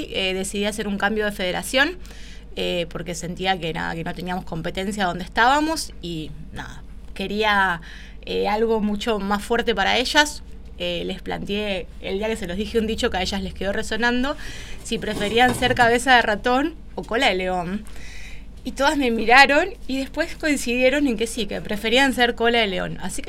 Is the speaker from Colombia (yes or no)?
no; General Rodríguez, Buenos Aires Province, Argentina; soy neta de acá de Rodríguez porque empecé de muy chiquita en Alem.